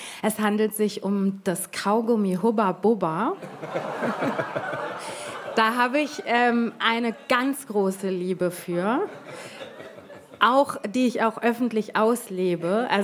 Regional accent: Hamburg, Germany; Ich bin nicht Sylterin, ich bin Hamburgerin

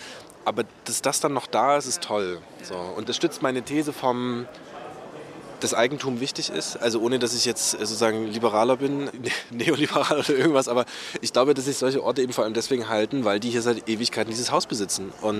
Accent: Görlitz, Saxony, Germany; Ich komme aus Görlitz und ich bin in der Oberlausitz aufgewachsen.

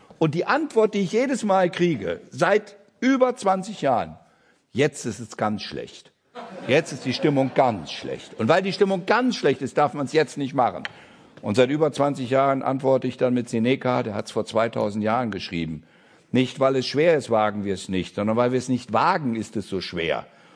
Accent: Teufelsmoor, Lower Saxony, Germany; born there; wäre für den Pfälzerwald gut, wäre für das Teufelsmoor gut, wo ich geboren bin, also für dünn besiedelte Regionen.

